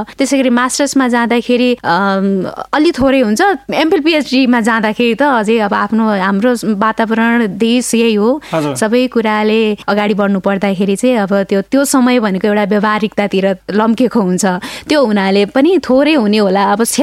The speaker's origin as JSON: {"language": "Nepali", "town": "Devdaha", "region": "Lumbini Province", "country": "Nepal", "tie": "born or raised there", "also_born_or_lived": "Butwal", "moved": "as an adult", "lives_now": "Kathmandu, Nepal", "said": "मेरो जन्म चाहिँ देवदह रूपन्देहीमा भयो, बाल्य अवस्था पनि त्यहीँ बित्यो, मेरो पढाइ प्लस टू लेभलसम्म त्यहीँ भयो। त्यस पश्चात चाहिँ म पढाइकै लागि मेरो दिदीहरू यतै हुनुहुन्थ्यो काठमाडौँमै, यतै पढौँ भनेर यतै आइयो।"}